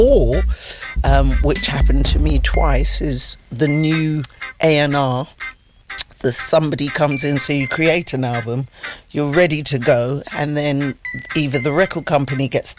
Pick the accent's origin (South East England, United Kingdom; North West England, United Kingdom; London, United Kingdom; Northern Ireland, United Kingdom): London, United Kingdom; We're going to go back home because we're from West London. We're going to go back home.